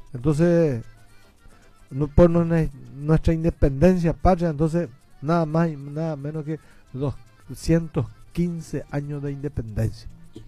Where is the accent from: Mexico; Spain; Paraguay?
Paraguay